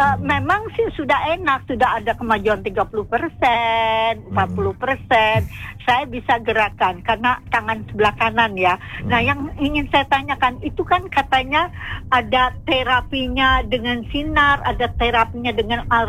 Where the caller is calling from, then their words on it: Lembang, West Java, Indonesia; kota saya di Lembang itu dingin